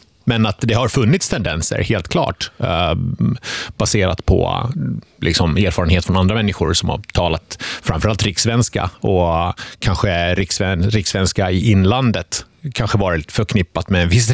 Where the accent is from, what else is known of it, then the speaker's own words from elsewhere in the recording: Sweden; moved away as an adult; now in Finland; För jag är från Sverige, uppvuxen i Sverige.